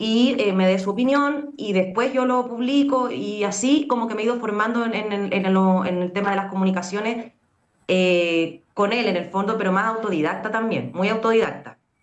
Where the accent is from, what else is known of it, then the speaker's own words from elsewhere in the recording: Chile; en mi país, Chile